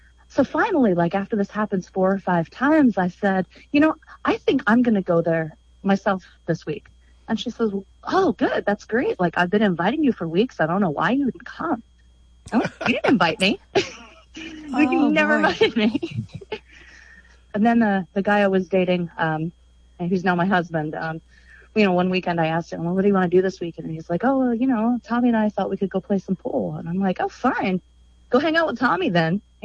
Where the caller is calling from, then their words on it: Norfolk, Virginia, United States; I'm calling from Norfolk, Virgin Beach.